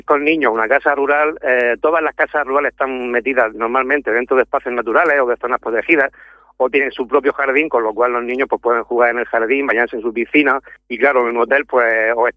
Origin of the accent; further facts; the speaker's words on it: Region of Murcia, Spain; el clima que tenemos en Murcia